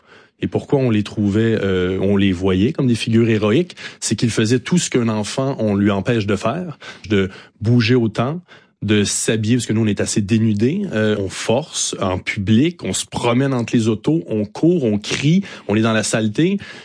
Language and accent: French; Quebec, Canada; Et boire chez nous au Québec, ça réfère au français.